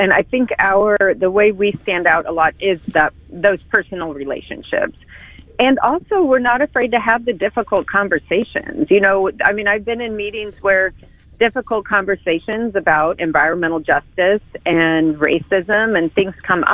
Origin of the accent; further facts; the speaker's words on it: Springfield, Missouri, United States; And I grew up in Springfield, Missouri.